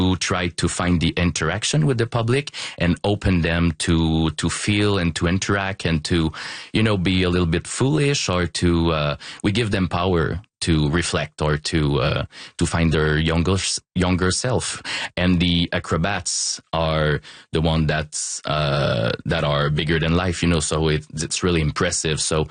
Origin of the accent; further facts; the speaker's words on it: Quebec City, Quebec, Canada; English is a second language; So I'm from Quebec, Limoilou, and I started doing improv